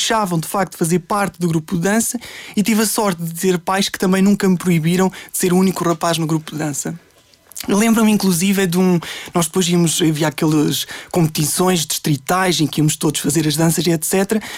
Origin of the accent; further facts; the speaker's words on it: Carrazedo de Montenegro, Vila Real, Portugal; Portanto, eu sou de Carrasel Montenegro, que é, aliás, é uma vila que pertence à freguesia de Carrasel Montenegro, concelho de Valpaços.